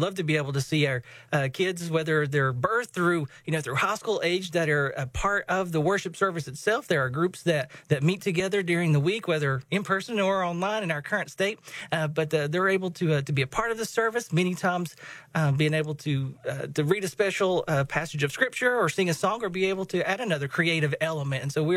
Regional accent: Sullivan County, Tennessee, United States; moved away as an adult; I grew up here in Northeast Tennessee, in Sullivan County, Carter County area, and had a great chance to be able to meet a lot of people and have friends and family in the area.

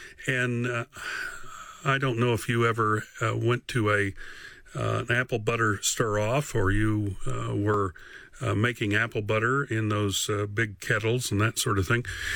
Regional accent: Morrison City, Tennessee, United States; Now, I grew up in Northeast Tennessee. I grew up in a little community called Morrison City.

